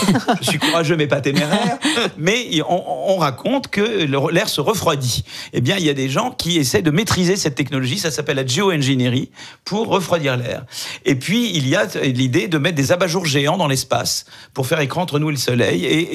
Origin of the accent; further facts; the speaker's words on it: France; chez nous, en France et en Europe.